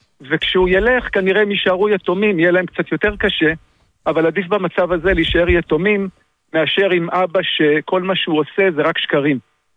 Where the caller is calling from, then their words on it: Netanya, Central District, Israel; אני תושב נתניה, ולפני כן הייתי תושב עיירת פיתוח.